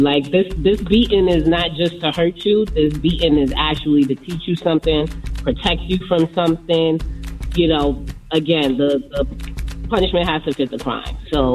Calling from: Connecticut, United States; I am from Connecticut.

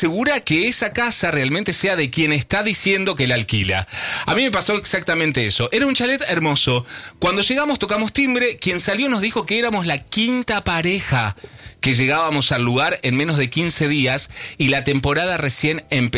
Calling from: Santa Teresita, Buenos Aires Province, Argentina; Vivo en Santa Teresita

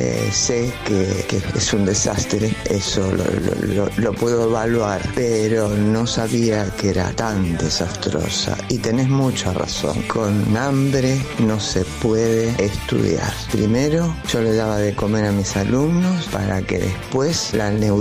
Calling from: Claypole, Buenos Aires Province, Argentina; de Claypole.

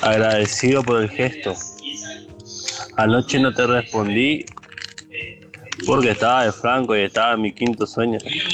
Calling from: Eldorado, Misiones, Argentina; del Dorado Misiones.

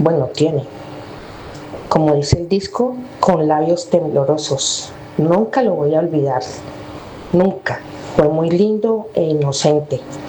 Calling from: Chile; de Chile.

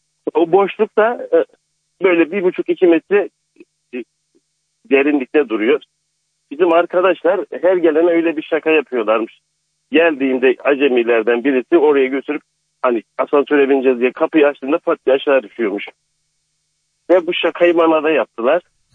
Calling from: Istanbul, Turkey; İstanbul'dan arıyorum.

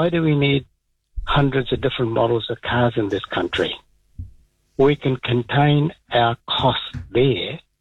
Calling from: New Zealand; as I as a Kiwi

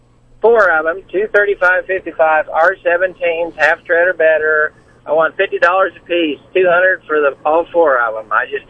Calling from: Carrollton, Missouri, United States; just north of Carrollton, a few feet.

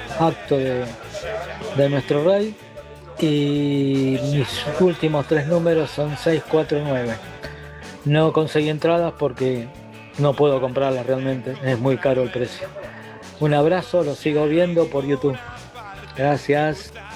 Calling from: Merlo, Buenos Aires Province, Argentina; de Merlo, de la provincia de Buenos Aires

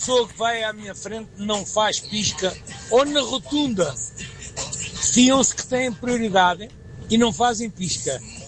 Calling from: São João do Monte, Portugal; sou de São João do Monte.

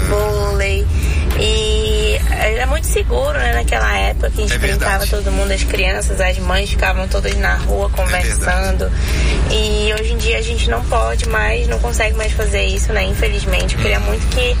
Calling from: Manaus, Amazonas, Brazil; sou de Manaus

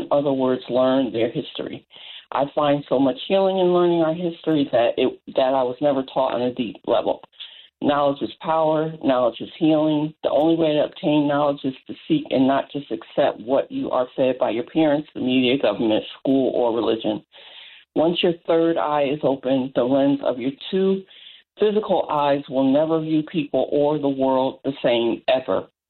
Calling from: Raleigh, North Carolina, United States

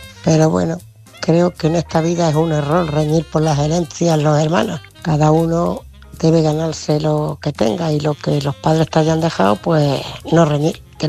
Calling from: Ciudad Real, Castilla-La Mancha, Spain; de Ciudad Real.

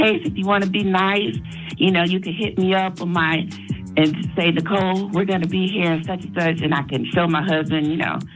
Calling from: Caseyville, Illinois, United States; I'm calling from Caseyville

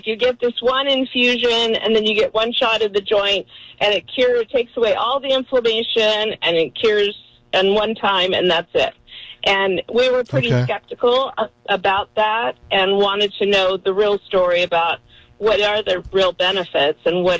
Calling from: Los Angeles, California, United States; From Los Angeles.

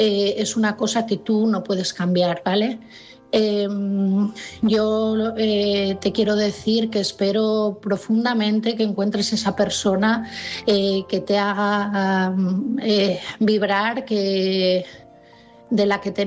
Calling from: Asturias, Spain; de Asturias

